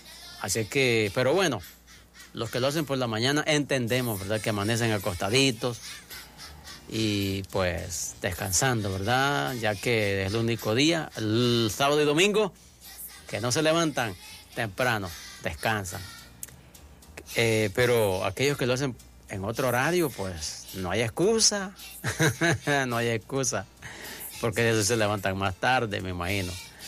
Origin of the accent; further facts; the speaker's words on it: El Salvador; Pero como buen salvadoreño, nosotros dejamos las cosas... para última hora.